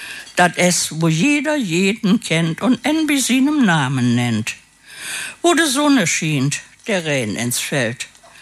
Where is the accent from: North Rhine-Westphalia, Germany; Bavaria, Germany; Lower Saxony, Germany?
North Rhine-Westphalia, Germany; Gummersbach; accent: Gummersbacher Platt; ich komme aus dem Oberbergischen